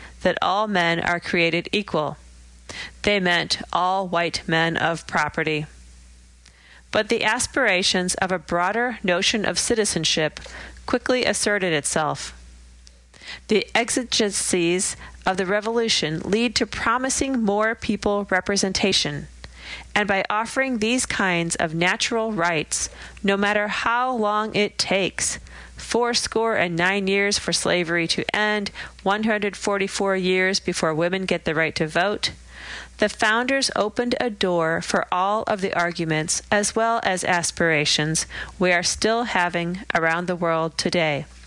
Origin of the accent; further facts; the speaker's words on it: Chicago, Illinois, United States; Growing up in Chicago, I was engulfed in all that action, from Martin Luther King to Farrakhan.